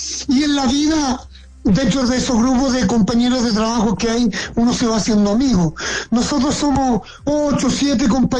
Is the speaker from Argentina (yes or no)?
no; Chile